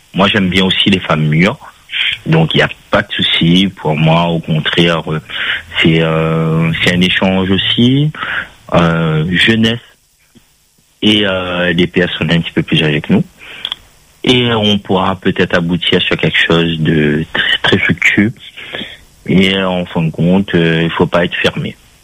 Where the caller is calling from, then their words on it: Saint-Denis, Réunion; J'habite sur Saint-Denis.